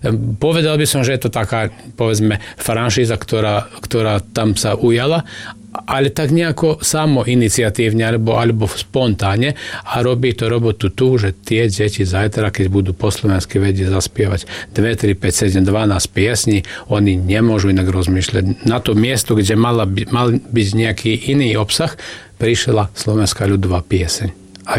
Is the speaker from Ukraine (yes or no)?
no; Selenča, Vojvodina, Serbia; my sme Slováci zo Srbska.